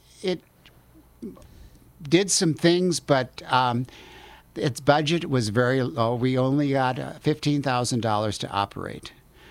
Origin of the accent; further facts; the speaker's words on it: Minnesota, United States; moved away as an adult; also born or lived in Montana; now in Las Cruces, United States; I grew up in Minnesota